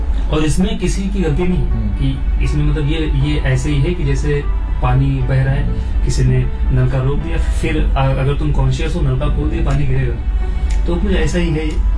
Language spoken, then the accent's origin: Hindi; Lucknow, Uttar Pradesh, India; मैं जैसे मैं लखनऊ से हूँ, तो उर्दू थोड़ी अच्छी ग्रिप है उर्दू पे, मगर उतनी भी अच्छी नहीं